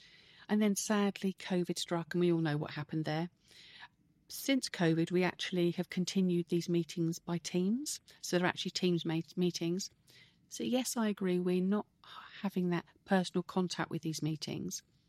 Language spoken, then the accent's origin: English; Camberley, South East England, United Kingdom